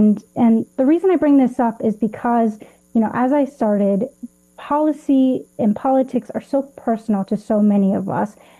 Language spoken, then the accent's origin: English; Los Angeles, California, United States; So I grew up in Los Angeles. My family actually used to drive to Tijuana, to Mexico, cross the border in order to get medical help, to get healthcare.